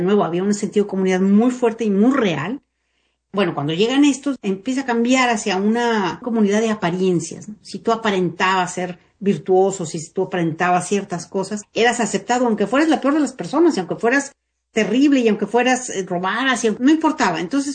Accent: Monterrey, Nuevo León, Mexico; now in New York, United States; cuando yo ya crecí en Monterrey

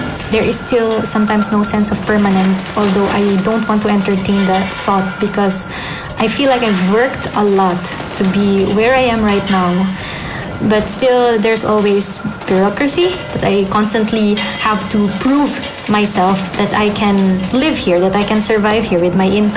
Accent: Philippines; moved away; because as Filipino, we are treated differently than Ecuadorians or Bolivians or Mexicans.

